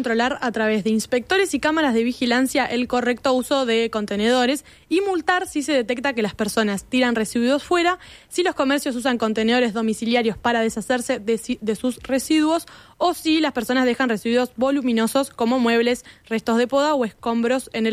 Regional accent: Montevideo, Uruguay; las conductas que uno espera como montevideano que desarrollen, para que todos contribuyamos a un Montevideo más limpio.

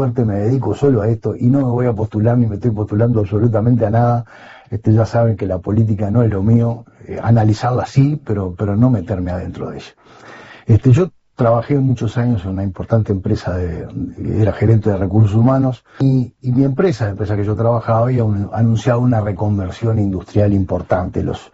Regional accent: Uruguay; me ofende a mí como uruguayo

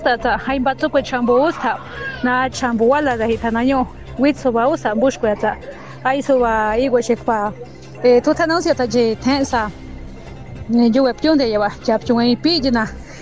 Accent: Colombia; como ciudadano, como colombianos

